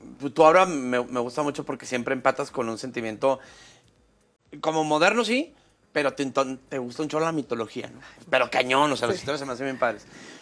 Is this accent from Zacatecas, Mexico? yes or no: no; Chihuahua, Mexico; now in Mexico City, Mexico; A mí de las cosas que más me sorprendieron del Chilango, yo vengo de Chihuahua y allá, o sea, el museo está solo, nomás iba yo.